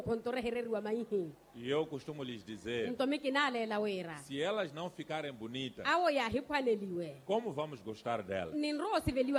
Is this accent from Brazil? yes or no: no; Mozambique; todos nós como moçambicanos.